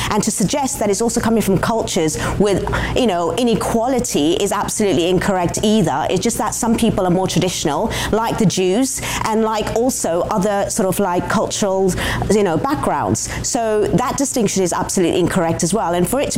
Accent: South Africa; I'm from South Africa.

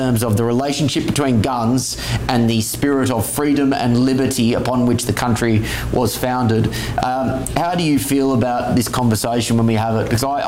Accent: Australia; I'm Australian

